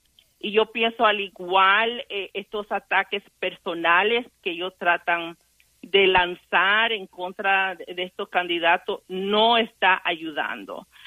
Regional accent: Dominican Republic; yo voy a decir personalmente como dominicana, Me da vergüenza de oír mucha de las críticas

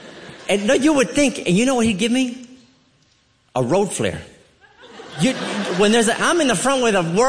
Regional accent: New York City, New York, United States; I watched a lot of TV as a kid. I grew up in New York City.

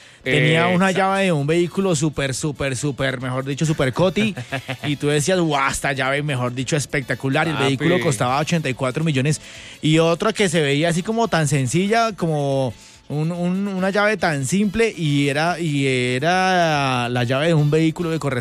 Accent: Colombia; somos buenos colombianos.

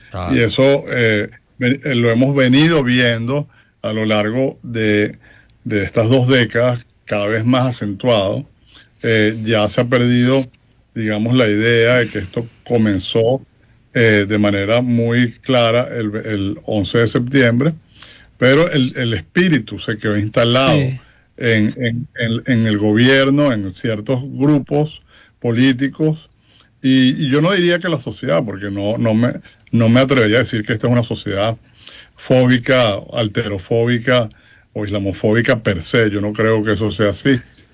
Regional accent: Venezuela; bueno, yo soy venezolano de origen

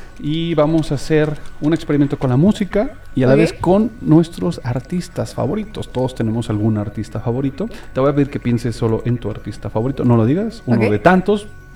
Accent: Guadalajara, Jalisco, Mexico; Y orgullosamente tapatío

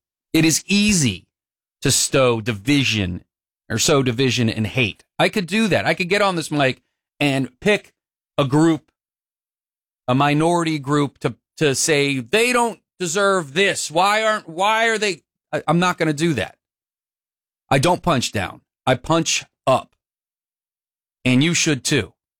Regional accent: United States

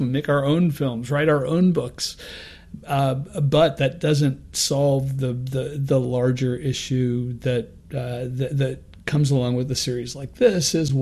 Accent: Wichita, Kansas, United States; So I grew up in Kansas, in Wichita, and these books were all around when I was a kid

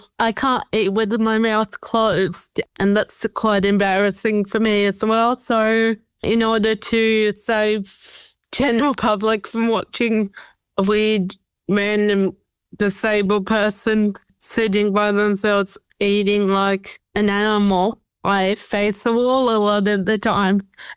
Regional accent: New South Wales, Australia; I mean, I'm from the Hunter Valley, Sam.

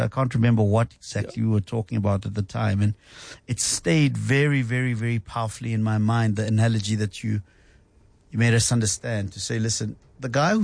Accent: South Africa; I think that we sometimes, as South African entrepreneurs, get too stuck in form.

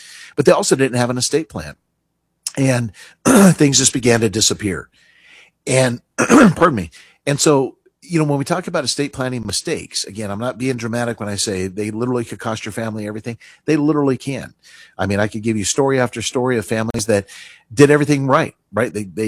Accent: Reno, Nevada, United States; moved away; I was raised in Reno, moved away, and then came back and opened the office in, 2004, I guess it was.

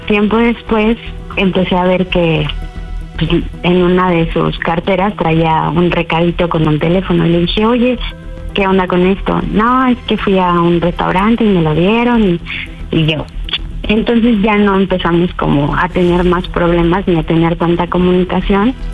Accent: Cuernavaca, Morelos, Mexico; Tengo 38 años y soy de Cuernavaca.

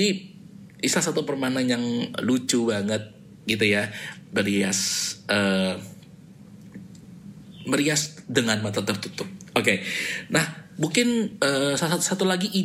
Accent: Indonesia; now in Melbourne, Australia; ketika kita berada di tempat asal kita ya di Indonesia

